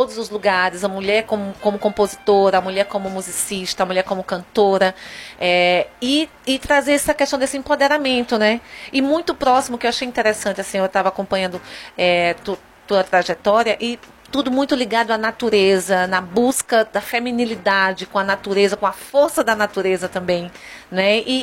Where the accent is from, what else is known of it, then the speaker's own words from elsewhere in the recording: Caruaru, Pernambuco, Brazil; quem é de Caruaru, a gente consegue conversar também com outras linguagens